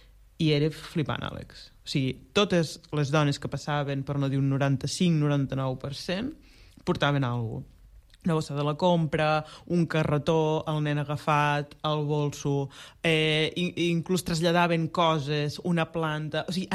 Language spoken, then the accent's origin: Catalan; Blancafort, Catalonia, Spain; quan ve mercat a Blancafort, al meu poble, jo ho faig servir.